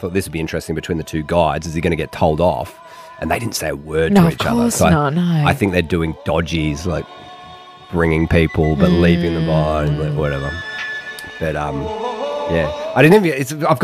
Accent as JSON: {"language": "English", "country": "Australia", "said": "I'm 36 from Australia."}